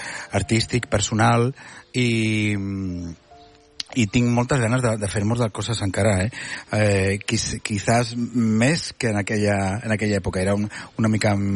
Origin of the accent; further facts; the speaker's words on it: Badalona, Catalonia, Spain; aunque nací en Badalona, crecí en un barrio muy andaluz, ¿no? Entonces no era mi día a día el catalán.